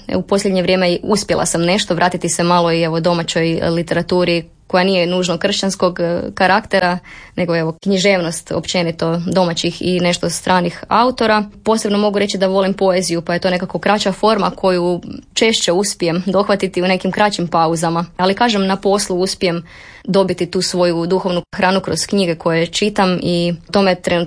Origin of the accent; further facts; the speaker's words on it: Croatia; koji je inače rodom iz Bjegovače, to je dva mjesta dalje od mjesta u kojem sam ja odrasla.